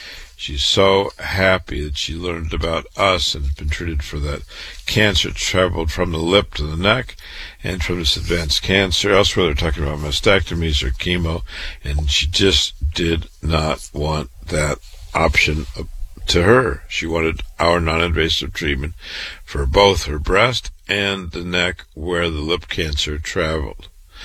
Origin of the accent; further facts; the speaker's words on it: Waterloo, Iowa, United States; I was born and raised in Waterloo, Iowa.